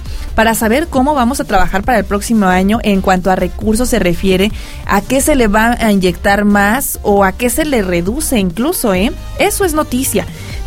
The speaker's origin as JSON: {"language": "Spanish", "country": "Mexico", "said": "Eso nos preocupa como mexicanos y no."}